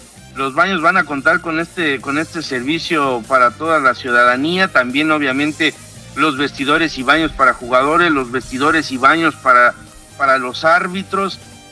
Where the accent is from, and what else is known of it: Mexico